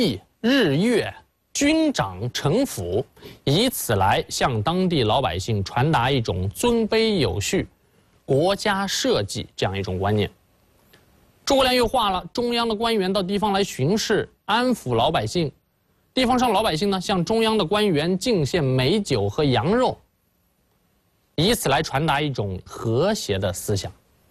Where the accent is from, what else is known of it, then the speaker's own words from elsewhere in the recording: Changzhou, Jiangsu, China; 比如说我是来自于江苏常州的，我们那个地方就管肉包子叫肉馒头。